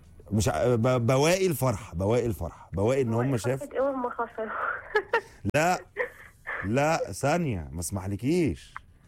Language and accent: Arabic; Egypt; لما بنبدا كمصريين